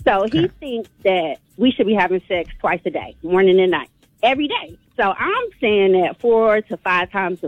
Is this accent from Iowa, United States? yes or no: no; Detroit, Michigan, United States; now in Washington, United States; But, yeah, I'm from Detroit, but I live in the DMV area.